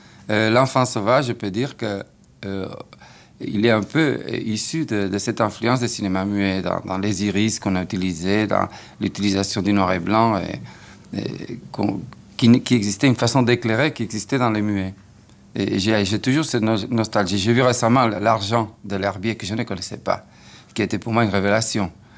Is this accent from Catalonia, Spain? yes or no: yes; Barcelona, Catalonia, Spain; moved away; also born or lived in Cuba; mon enfance à Barcelone.